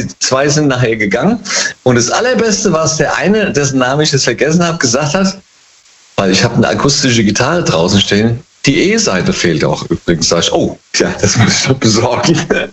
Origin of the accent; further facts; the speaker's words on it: Hesse, Germany; Aus dem Rheingau, immer noch.